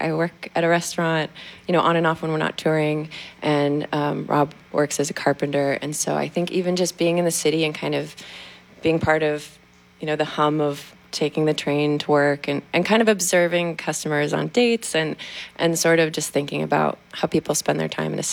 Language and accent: English; Tacoma, Washington, United States; now in New York, United States; Yeah, so I grew up in Tacoma, Washington. I definitely grew up listening to KEXP.